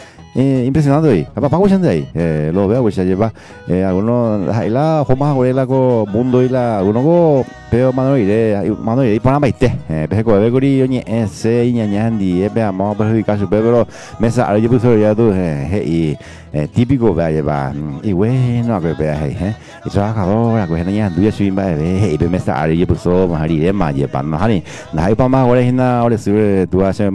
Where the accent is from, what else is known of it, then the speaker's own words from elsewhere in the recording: Paraguay; como buen paraguayo, paraguaya que somos